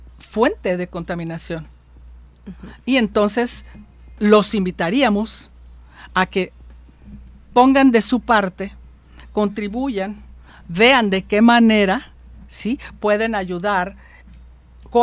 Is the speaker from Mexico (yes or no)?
yes; Mexico; Yo soy una mexicana que fruto vendía